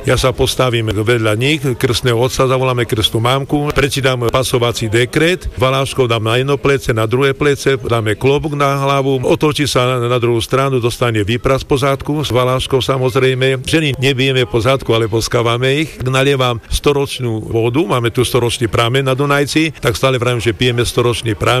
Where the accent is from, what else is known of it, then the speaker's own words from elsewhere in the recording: Lesnica, Prešov Region, Slovakia; Keď bolo sčítanie obyvateľstva, tak ja som napísal, som národnosť Goralská, ale som Slovák, aby sme zachovali pre naše ďalšie pokolenia, aby vedeli aj godať po nasiemu.